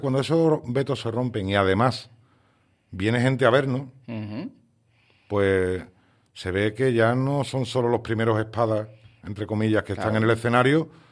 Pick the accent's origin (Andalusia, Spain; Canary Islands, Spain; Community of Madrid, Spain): Andalusia, Spain; San Fernando; now in Galicia, Spain; yo soy de San Fernando pero vivo en Galicia.